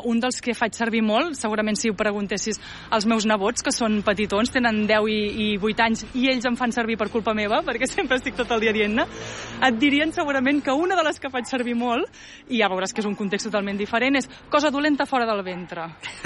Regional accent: Arenys de Mar, Catalonia, Spain; jo vinc d'Arenys de Mar, que és terra de puntes de coixí

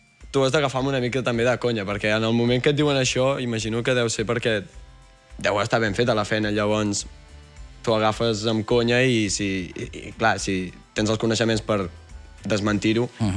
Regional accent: Berga, Catalonia, Spain; Sí, sí, sóc de Berga.

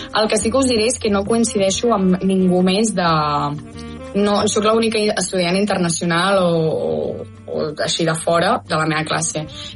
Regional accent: Catalonia, Spain; moved away as an adult; now in United States; som quatre catalans

